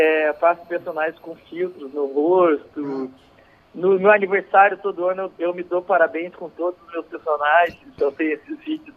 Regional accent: Canoinhas, Santa Catarina, Brazil; Eu sou de Santa Catarina, Canoinhas, uma das cidades mais frias do Brasil. Lá congela até a água do cachorro.

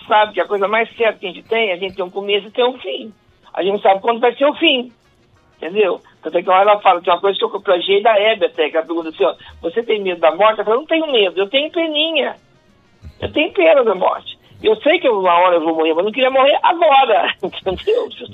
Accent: Minas Gerais, Brazil; now in São Paulo, Brazil; eu sou mineira e estou em São Paulo há 40 anos.

